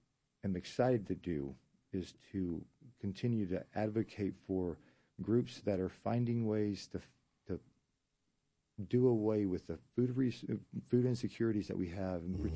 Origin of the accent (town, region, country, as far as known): Argentina; born or raised there; English is a second language; moved away as an adult